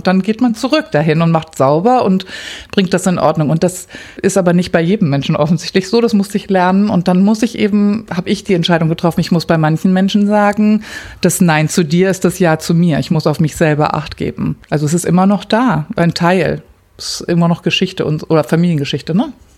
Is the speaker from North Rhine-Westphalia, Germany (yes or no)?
no; Cuxhaven, Lower Saxony, Germany; also born or lived in Hamburg; now in Berlin, Germany; Ich bin eine Hamburgerin und genau, und dann in Cuxhaven groß geworden und habe mein Leben lang nur in Westdeutschland gelebt.